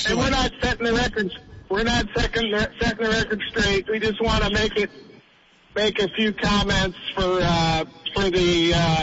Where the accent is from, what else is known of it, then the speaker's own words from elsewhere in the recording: Indianapolis, Indiana, United States; I'm Indianapolis, and my buddy Kevin was with me from South Bend.